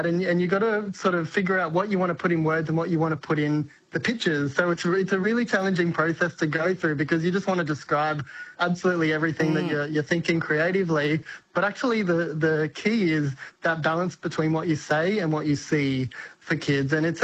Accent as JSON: {"language": "English", "town": "Katherine", "region": "Northern Territory", "country": "Australia", "tie": "born or raised there", "said": "reflections on my childhood growing up in Katherine in the Northern Territory and pondering identity and figuring out my way through life and discovering who I was."}